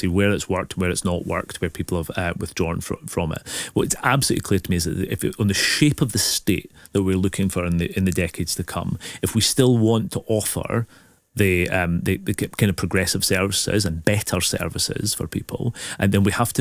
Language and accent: English; Dundee, Scotland, United Kingdom; I come from Dundee, which is the highest number of people who are percentage of people who voted yes in 2014.